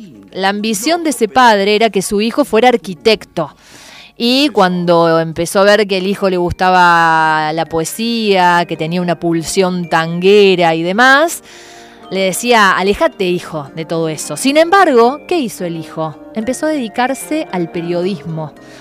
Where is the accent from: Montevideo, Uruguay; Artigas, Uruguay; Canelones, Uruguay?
Montevideo, Uruguay; Porque yo siendo muy porteño, a pesar de ser montevideano, el montevideano es muy razonador ante las circunstancias y el porteño es más, tirate un lance.